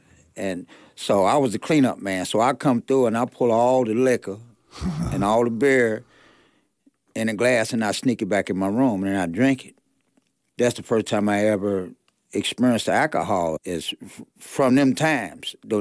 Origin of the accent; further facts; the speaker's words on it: Charleston, West Virginia, United States; I grew up on Charleston's west side, actually on 2nd Avenue, 3rd Avenue in the alley.